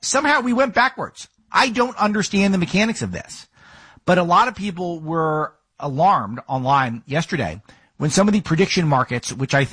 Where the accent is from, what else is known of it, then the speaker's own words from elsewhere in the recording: California, United States; look no further than my home state of California